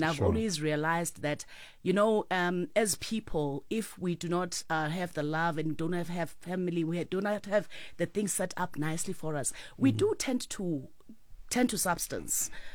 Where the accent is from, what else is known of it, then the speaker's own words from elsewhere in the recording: Eswatini; born there; I was born in Eswatini, Swaziland then. My parents were originally from here.